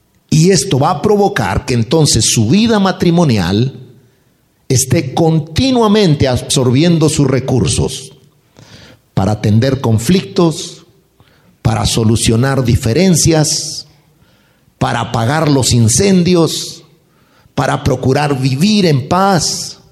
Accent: Mexico; moved away; los casos de necesidad y los casos extremos que por muchos años se vio muy común en México, hablando particularmente de donde vengo.

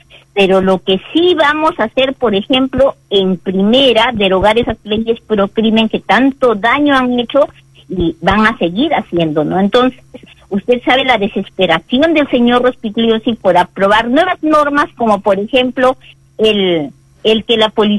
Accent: Peru; nosotros como peruanos

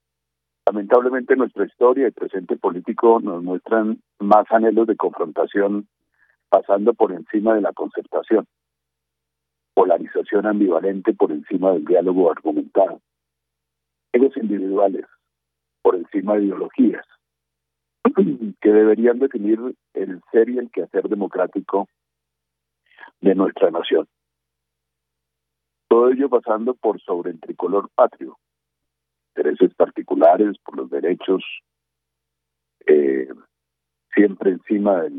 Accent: Colombia; todos somos colombianos

